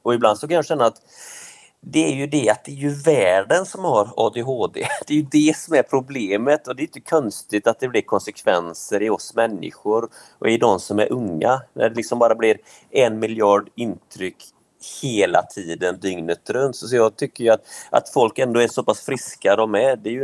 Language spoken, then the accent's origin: Swedish; Västra Götaland County, Sweden; moved away; Jag är ju född på nu utanför Göteborg.